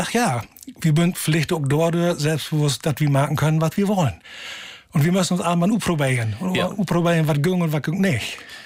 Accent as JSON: {"language": "German", "town": "Altharen", "region": "Lower Saxony", "country": "Germany", "tie": "born or raised there", "said": "in Ollenhaam bin ich aufgewachsen."}